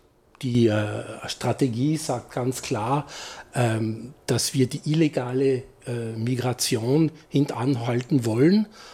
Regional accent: Austria; Was wollen wir als Österreicher, als kleines mitteleuropäisches Land erreichen?

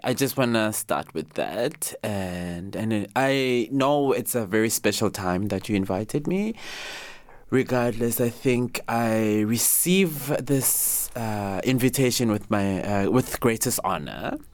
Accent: Johannesburg, Gauteng, South Africa; moved away as an adult; now in Austria; And I grew up in a space, Johannesburg, which formerly was known, the apartheid name was Transvaal, and which was also known as a mining place.

